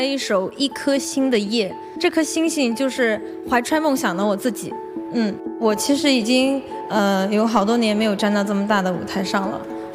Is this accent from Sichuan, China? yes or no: yes; Sichuan, China; Hello， 大家好，我是来自大凉山的